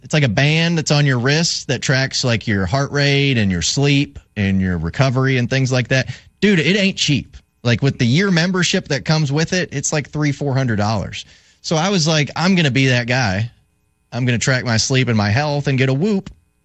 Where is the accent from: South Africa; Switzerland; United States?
United States; Florida; when I grew up in Florida, I used to love to skimboard.